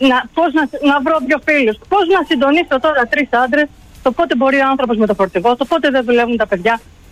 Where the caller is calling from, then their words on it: Athens, Attica, Greece; από Αθήνα, από κέντρο.